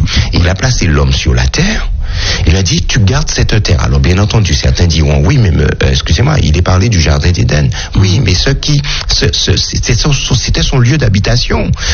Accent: Le Carbet, Martinique; born or raised there; also born or lived in Saint-Pierre, Martinique

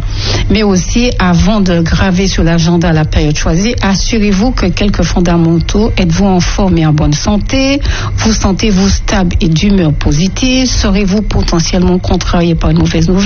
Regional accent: Martinique; chez nous à la Martinique.

